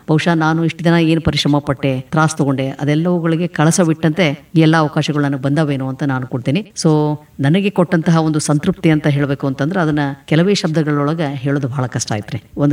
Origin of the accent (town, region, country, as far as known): Shiggaon, Karnataka, India; born or raised there